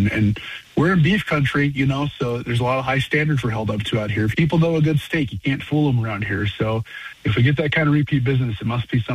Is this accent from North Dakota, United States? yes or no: yes; Bowman, North Dakota, United States; now in South Heart, United States; but born and raised, I'm a Southwest North Dakota kid my entire life. I grew up in Bowman, just down the road from Medora.